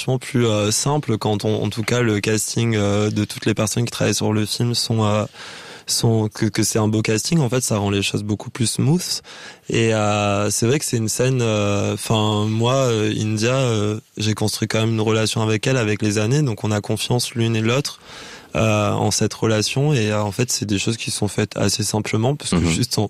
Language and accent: French; Réunion; je suis né à La Réunion, j'ai grandi à La Réunion et je voulais partir de l'île.